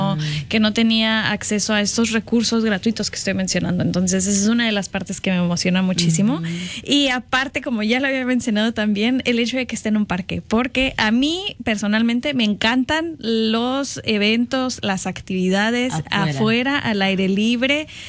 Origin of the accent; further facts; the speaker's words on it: Mexico; moved away as an adult; now in Madison, United States; yo crecí toda mi vida en México